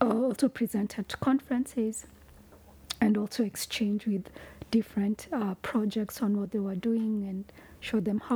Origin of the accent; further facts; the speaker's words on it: Kenya; accent: Kenyan; Maybe I'm saying it with my Kenyan accent.